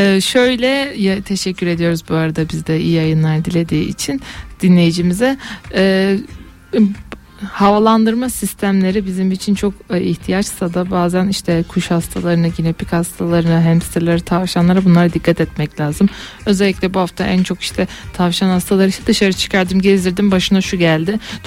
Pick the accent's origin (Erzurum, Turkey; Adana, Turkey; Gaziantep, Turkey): Adana, Turkey; moved away; ben de bir Adanalı olarak çok sevdiğim şarkılar.